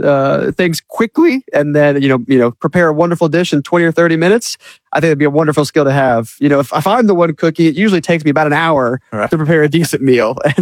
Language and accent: English; Loganville, Georgia, United States; also born or lived in Brunswick; You know, I actually spent 17 years in one house. Before I was 1 year old, my parents moved up to Loganville, Georgia. I was actually born in Brunswick, right near St. Simon's